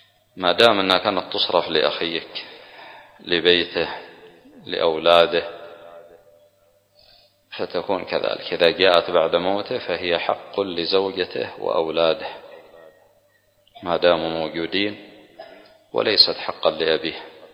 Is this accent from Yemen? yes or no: yes; Yemen; عندنا في اليمن